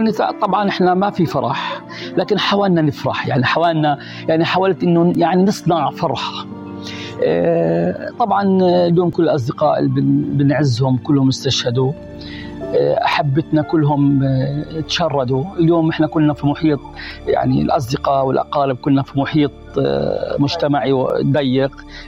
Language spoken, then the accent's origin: Arabic; Gaza Strip, Palestine; إحنا كفلسطينيين اليوم في غزة إحنا مدمرين نفسيا، مدمرين اجتماعيا، مدمرين اقتصاديا.